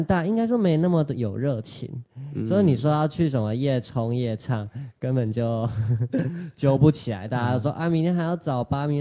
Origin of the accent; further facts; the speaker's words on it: central Taiwan, Taiwan; now in Taipei, Taiwan; 因为我是中部人